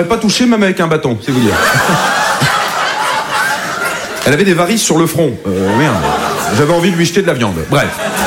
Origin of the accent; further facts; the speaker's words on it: Hauts-de-France, France; born there; Mon enfance a été assez difficile puisque je suis né dans le Nord